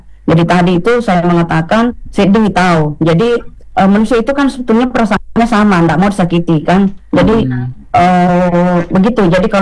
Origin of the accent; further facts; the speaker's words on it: South Sulawesi, Indonesia; accent: Bugis; saya maaf pakai logat Bugis.